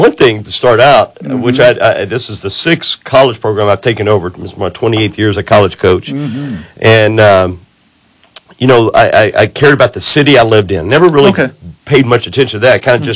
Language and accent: English; Kentucky, United States; now in Little Rock, United States; from where I grew up in Kentucky